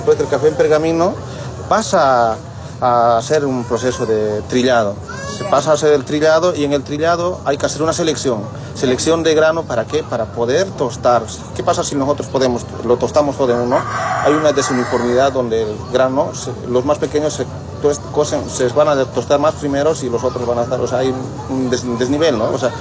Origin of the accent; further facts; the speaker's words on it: Villa Tunari, Cochabamba, Bolivia; Somos productores aquí de la zona San José de San Julián. Somos del municipio de Villatunari.